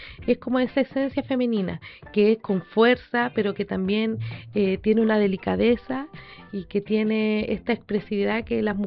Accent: Vicuña, Coquimbo, Chile; Bueno, tenemos de La Serena y de Coquimbo, ¿ya? Y yo que soy de Vicuñita.

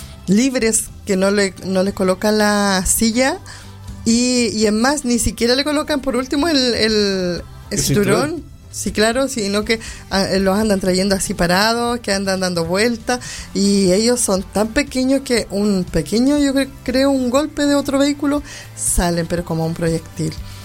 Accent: Chile; nosotros somos porfiados los chilenos

